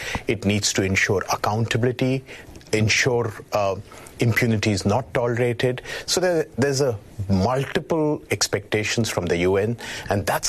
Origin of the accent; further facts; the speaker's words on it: India; whether I come from India, so I've seen movements in Sri Lanka, in Bangladesh, in Nepal, changing regimes.